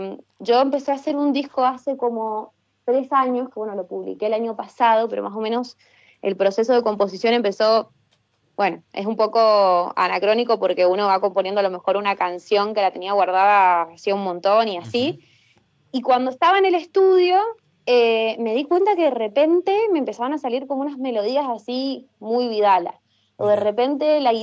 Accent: Mendoza, Argentina; siempre que estoy más de 3 meses ya quiero volver a mi tierra.

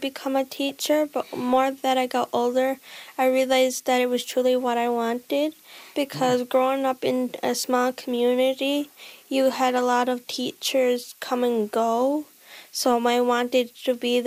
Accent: Hopedale, Newfoundland and Labrador, Canada; I'm from Hopedale, Labrador.

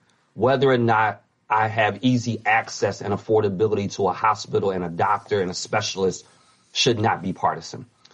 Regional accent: Philadelphia, Pennsylvania, United States; I'm from Philadelphia, as you know.

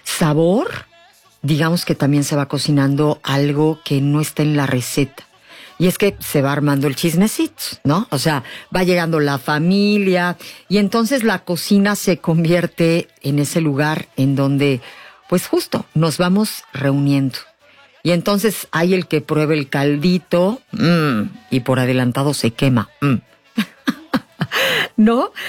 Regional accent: Mexico; Y eso somos los mexicanos. Cualquier pretexto es maravillosamente bueno.

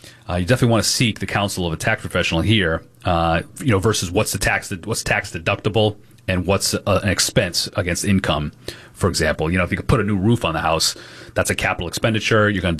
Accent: Rhode Island, United States; I know here in Rhode Island, my home state, there are different standards for two-family buildings versus, you know, three- or four-family units.

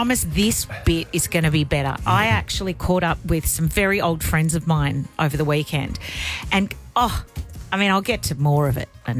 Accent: Sydney, New South Wales, Australia; where we grew up in Southwest Sydney

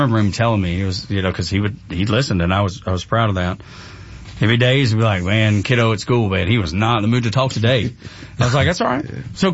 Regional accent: Dalton, Georgia, United States; growing up in Northwest Georgia, it was the people that owned the carpet mills. I'm from Dalton, which is carpet capital of the world

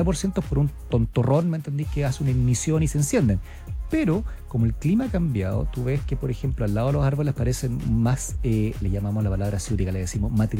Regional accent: Iquique, Tarapacá, Chile; yo vengo de Iquique, yo soy de Iquique

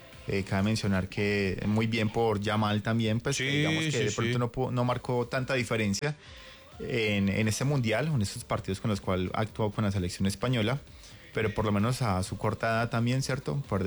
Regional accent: Colombia; now in Spain; Hasta nosotros que somos colombianos, pues obviamente nos alegramos porque pues, convivimos acá.

